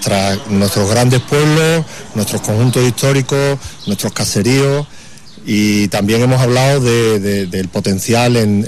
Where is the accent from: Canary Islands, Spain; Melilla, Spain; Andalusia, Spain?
Andalusia, Spain; Esta Sierra Morena, de la que somos todos partícipes